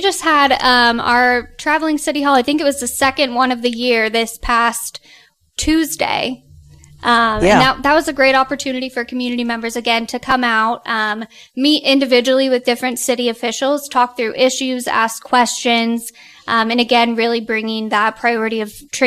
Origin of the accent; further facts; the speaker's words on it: Evansville, Indiana, United States; I was born and raised in Evansville, and I care really deeply about this community.